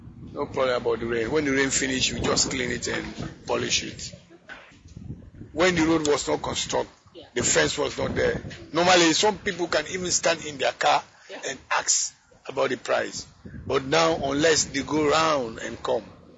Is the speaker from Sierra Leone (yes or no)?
yes; Sierra Leone; now in Gambia; I'm from Sierra Leone. Okay. I came in Gambia because of the war from Sierra Leone.